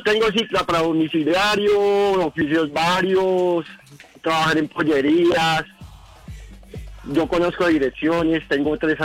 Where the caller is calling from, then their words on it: Bogotá, Colombia; De aquí a Bogotá, en localidad Engativá.